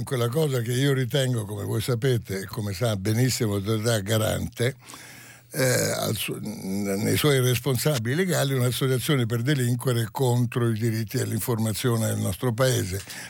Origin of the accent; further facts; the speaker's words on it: Abruzzo, Italy; io sono abruzzese